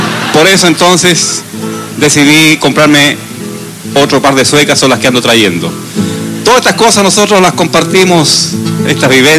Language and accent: Spanish; Temuco, Araucanía, Chile; Pero las mujeres de mi tierra, no de las de Quira, de Quinola, de allá de Temuco.